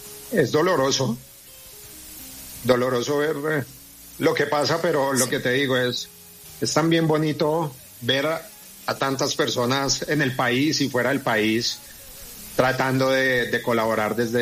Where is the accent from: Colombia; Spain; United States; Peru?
Colombia; Bogotá; now in Cali, Colombia; Bueno, primero, yo soy de Bogotá, pero amo Cali, me fui muy joven para allá y es una ciudad que me abrió las puertas